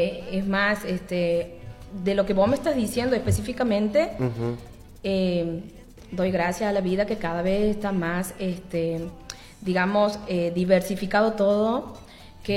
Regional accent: Loreto, Santiago del Estero, Argentina; Soy de Loreto

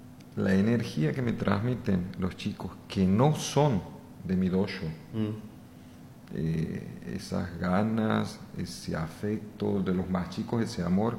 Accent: Santiago del Estero, Argentina; somos de Santiago.

